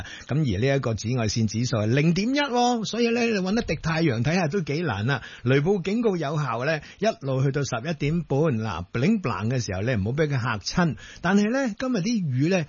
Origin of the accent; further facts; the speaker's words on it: China; 所以由唐代開始呢，我們中國人的文化呢真的沒得輸的。